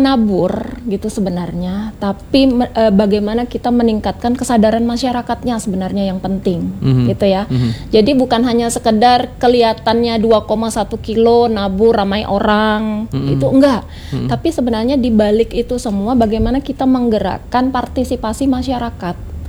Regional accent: Pontianak, West Kalimantan, Indonesia; Dulu parit-parit Ali Anyang itu, saya kecilnya di Ali Anyang.

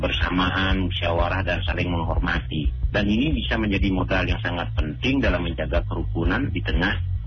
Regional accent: Bali, Indonesia; Nah, kita tahu meskipun saya suku Bali, tapi saya tidak pernah banyak belajar dari Gorontalo.

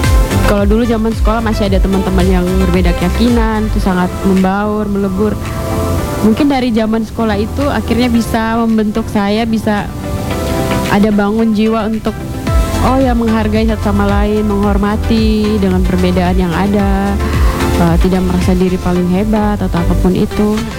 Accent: Ende, East Nusa Tenggara, Indonesia; Terus saya sempat berpikir, oh ya Ende juga kota Pancasila, saya dari kota Pancasila, jadi harus berani nih, harus bisa nih, bisa menunjukkan hal-hal positif, hal-hal baik, apalagi di tempat orang.

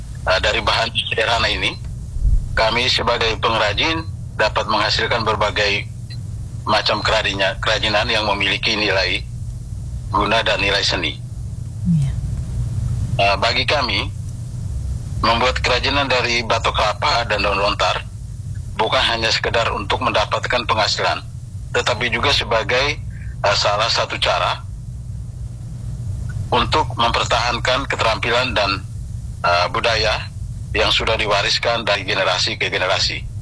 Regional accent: Wewaria district, East Nusa Tenggara, Indonesia; Saya berasal dari Desa Mogusaki, Kecamatan Wawaria, Kabupaten ND.

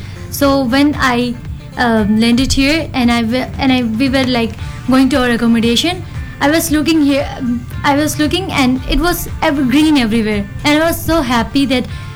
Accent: Karachi, Sindh, Pakistan; So I came from Karachi, so it's the biggest city in Pakistan.

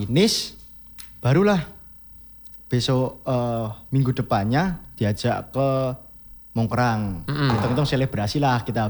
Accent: Karanganyar, Central Java, Indonesia; Aku dari Karanganyar.

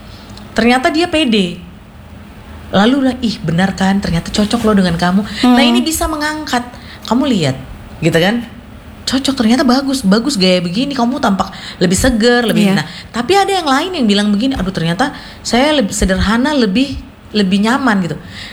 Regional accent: Sorong, Southwest Papua, Indonesia; born there; moved away as an adult; also born or lived in Yogyakarta; Jadi saya waktu SMA itu saya kecelakaan di Sorong, sebelum saya akhirnya kuliah di Jogja.

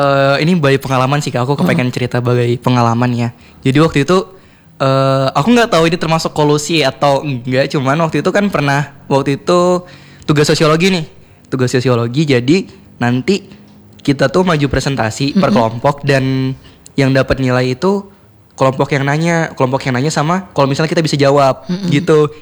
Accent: Jakarta, Indonesia; Untung saya orang Jakarta.

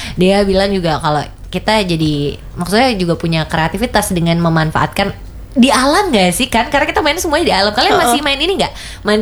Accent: Gunung Sari, West Nusa Tenggara, Indonesia; Aku anak Gunung Sari itu.

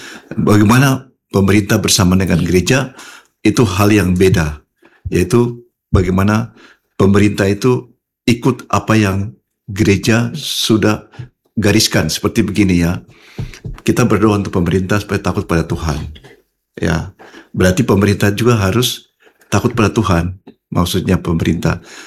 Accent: Sorong, Southwest Papua, Indonesia; saya ya, emang orang Sorong juga lahir di Sorong.

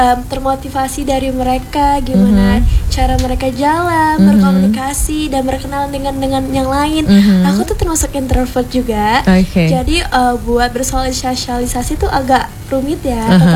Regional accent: Lampung, Indonesia; Kebetulan aku orang Lampung kan.

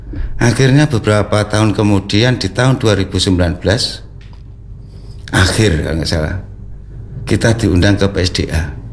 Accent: Surakarta, Central Java, Indonesia; saya selaku warga Ngipang, Solo Utara yang paling ujung

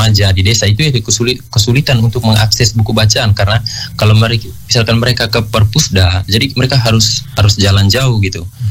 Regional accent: East Nusa Tenggara, Indonesia

